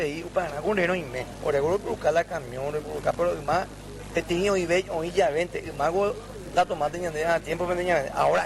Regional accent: San Pedro, Paraguay; yo que provengo del departamento de San Pedro, hay muchos productores que ya le ven negocio a eso.

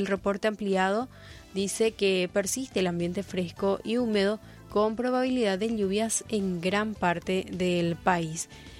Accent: Paraguay

